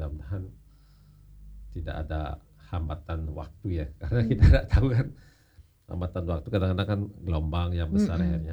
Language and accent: Indonesian; Bali, Indonesia; Jadi lidah kita orang Bali beda dari orang NTT.